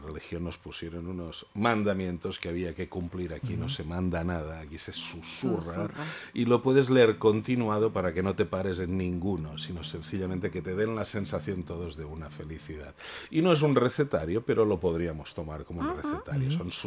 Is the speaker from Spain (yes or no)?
yes; Spain; first language Catalan; Spanish is a second language; Y en catalán, evidentemente, va a ser algo que está en el horizonte, porque es mi lengua materna